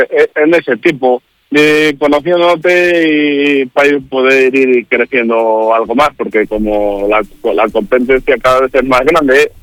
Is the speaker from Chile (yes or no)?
no; Palenzuela, Castile and León, Spain; como soy de Palenzuela